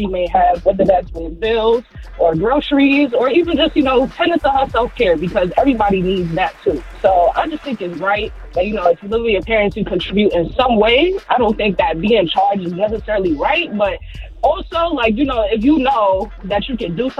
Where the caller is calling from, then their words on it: New York City, New York, United States; was born in the Caribbean household, so, you know, they don't play when they come to that. I'm from Brooklyn, New York